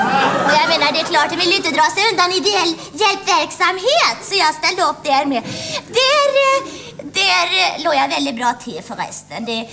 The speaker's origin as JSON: {"language": "Swedish", "region": "Västra Götaland County", "country": "Sweden", "tie": "born there", "said": "jag hade en väldigt svår dialekt att arbeta bort. Ja, det är nämligen så att jag är född i Västergötland"}